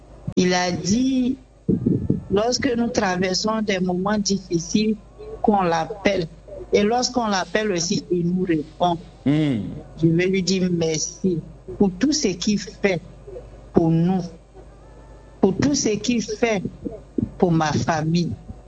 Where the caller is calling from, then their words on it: Abidjan, Côte d’Ivoire; J'appelle de la Palmeraie.